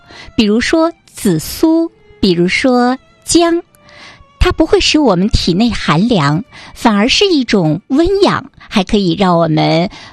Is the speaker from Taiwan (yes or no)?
no; Northeast China, China